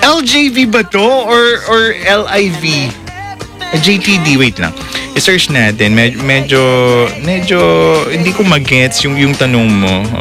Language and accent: Tagalog; San Isidro, Cagayan Valley, Philippines; Hindi po talaga ako taga Santiago City. Taga San Isidro po ako. Taga Quezon, San Isidro po ako.